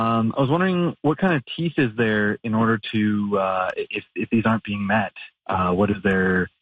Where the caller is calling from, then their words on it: Chetwynd, British Columbia, Canada; Yes, calling from Chetwynd.